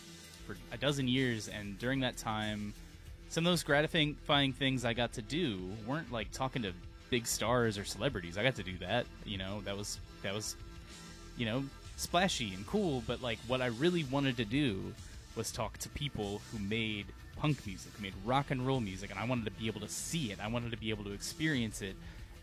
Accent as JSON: {"language": "English", "region": "West Virginia", "country": "United States", "tie": "born or raised there", "said": "I grew up in West Virginia, and I always thought, hey, one day I want to be the guy who gets to interview bands."}